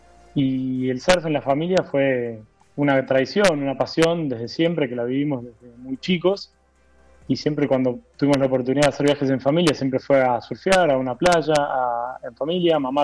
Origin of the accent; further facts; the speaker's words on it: Buenos Aires Province, Argentina; now in Antarctica; Somos de las afueras de la costa. Buenos Aires.